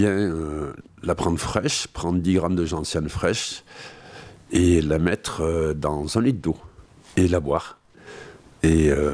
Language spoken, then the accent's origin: French; Auvergne-Rhône-Alpes, France; Je ne me lâche jamais de toutes les vallées du Cantal. On a la chance dans le Cantal d'avoir des belles montagnes, des beaux endroits, des cascades, la nature est très belle. On voit des mouflons, des marmottes.